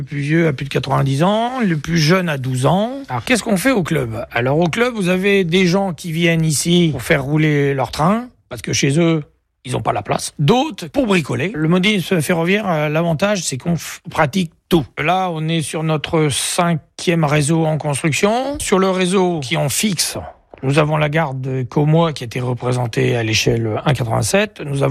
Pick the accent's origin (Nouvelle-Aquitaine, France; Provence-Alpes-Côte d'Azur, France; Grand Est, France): Nouvelle-Aquitaine, France; Ruffec; born there; now in Le Tronchet, France; j'ai 60 ans. Je suis né à Ruffec, en Charente. J'habite une petite commune entre Beaumont et Conly qui s'appelle Le Tronchet.